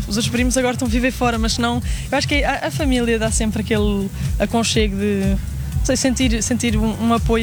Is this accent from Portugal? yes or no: yes; Lisbon, Portugal; moved away as an adult; eu cresci em Lisboa a vida toda, os primeiros 20 anos da minha vida, nunca vivi noutro lugar